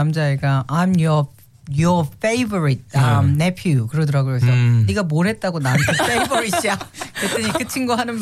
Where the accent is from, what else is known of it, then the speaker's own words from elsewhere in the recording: South Korea; now in Australia; 저는 한국에서 추운 겨울을 나고 왔는데 추운 거예요.